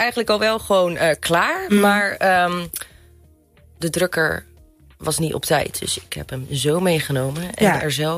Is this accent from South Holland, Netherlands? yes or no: no; Goes, Zeeland, Netherlands; born or raised there; also born or lived in Borssele